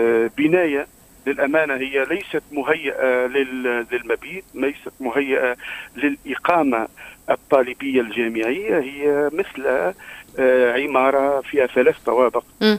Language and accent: Arabic; Sfax, Sfax Governorate, Tunisia; moved away; أنا من صفاقس